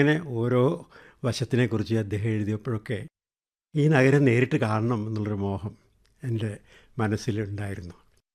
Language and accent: Malayalam; Perumudiyoor, Kerala, India; born there; ഞാൻ ജനിച്ചത് പട്ടാമ്പിക്കടുത്തുള്ള പെരുമുടിയൂർ എന്നുള്ള ഒരു കൊച്ചു ഗ്ര